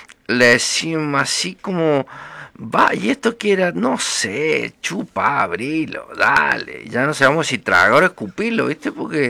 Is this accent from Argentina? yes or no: yes; La Rioja, Argentina; born there; No, mi mamá es santiagueña y yo nací en La Rioja.